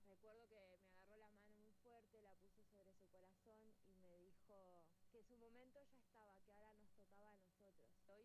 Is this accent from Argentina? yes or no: yes; Neuquén, Argentina; Como Argentina, como Patagónica, como neuquina, originaria de pueblos mapuche